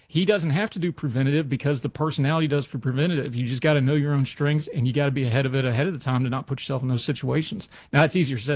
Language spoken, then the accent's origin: English; West Virginia, United States